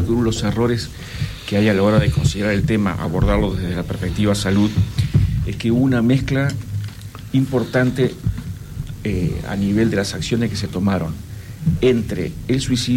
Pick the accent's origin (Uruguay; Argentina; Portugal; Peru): Uruguay; nos percibimos como, el uruguayo se percibe como pacífico y tranquilo